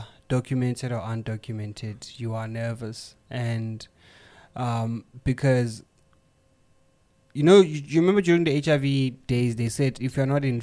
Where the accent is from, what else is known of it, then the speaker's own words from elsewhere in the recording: South Africa; When I, as a South African